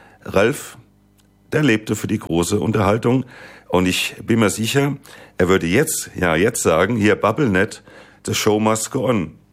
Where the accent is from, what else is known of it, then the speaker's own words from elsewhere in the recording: Frankfurt, Hesse, Germany; Obwohl im Kamerun, also Gallus, aufgewachsen, bin auch ich ein Kind der Cup in Eschersheim geworden